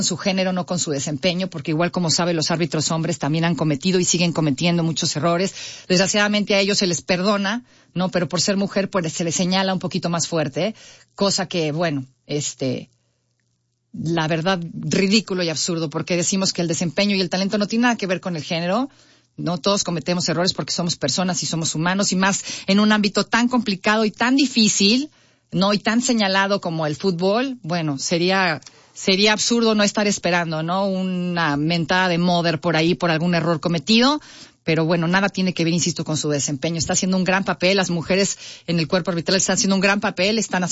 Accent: Mexico; como mujer y como mexicana

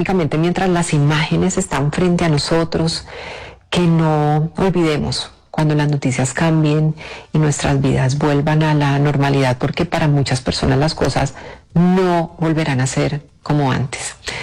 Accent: Colombia; así somos los colombianos, empáticos, considerados

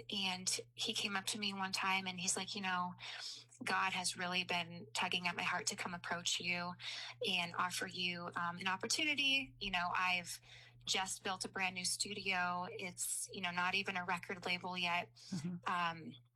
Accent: Santa Clarita, California, United States; So, I grew up in Santa Clarita Valley. It's about 30 miles northwest of LA. Raised in a Christian home.

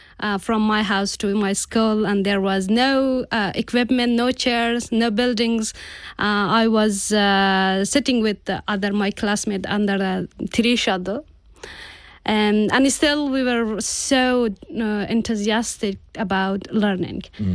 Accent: Bamyan, Afghanistan; English is a second language; I grew up in the Taliban first rule in a very rural area in Bamiyan province. I'm coming from Hazara community.

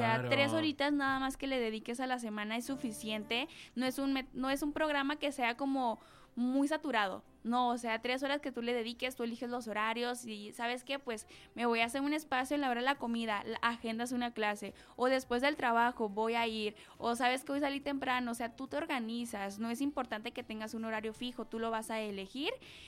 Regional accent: Mexico; Por dejar todo al último, como buenos mexicanos.

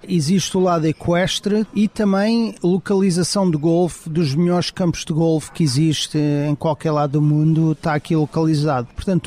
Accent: Portugal; moved away as an adult; now in West Palm Beach, United States; eu cresci também em Portugal

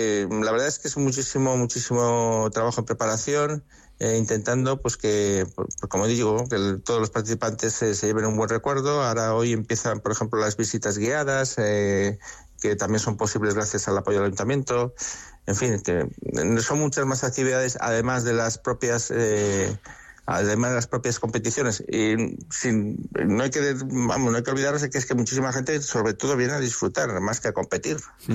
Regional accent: Valladolid, Castile and León, Spain

